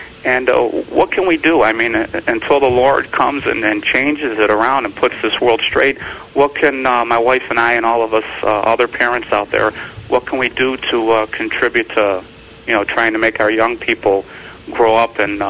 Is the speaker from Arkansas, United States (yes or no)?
no; New York, United States; We're from New York.